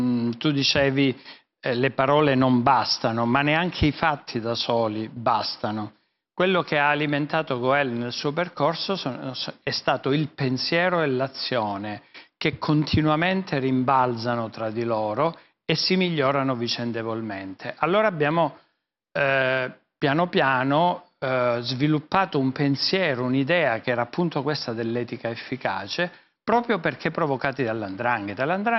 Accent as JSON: {"language": "Italian", "region": "Calabria", "country": "Italy"}